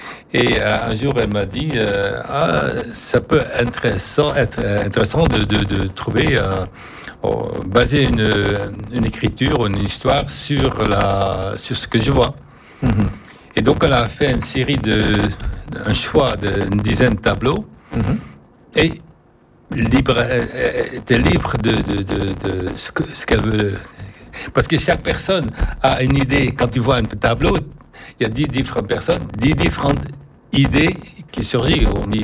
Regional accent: France; Même en tant que Français

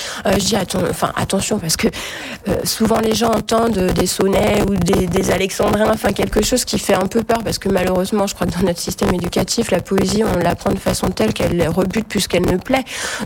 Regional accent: Brittany, France; je suis une bretonne d'origine et née dans le milieu agricole, donc en campagne du côté de l'Orient. Et donc j'ai grandi entre deux femmes, entre deux lieux, et notamment très largement sur une ferme.

